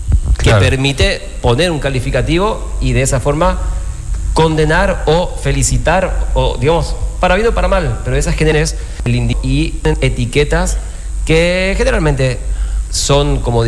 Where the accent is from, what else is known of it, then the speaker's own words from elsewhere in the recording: Argentina; somos muchos millones de argentinos